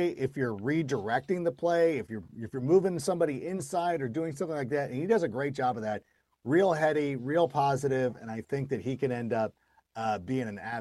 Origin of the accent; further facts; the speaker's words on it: California, United States; Miguel's Jr. is not close. It's from my hometown. Miguel's Jr., Don Ramon's, anybody in the Southern California area.